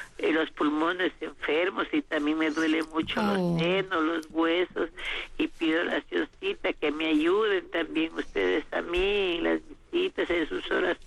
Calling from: Conocoto, Pichincha, Ecuador; Desde Conocoto les estoy llamando.

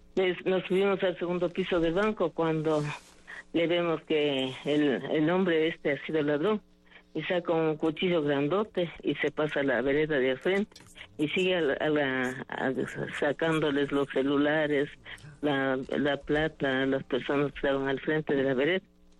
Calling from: Valle de los Chillos, Pichincha, Ecuador; del Valle de los Chillos.

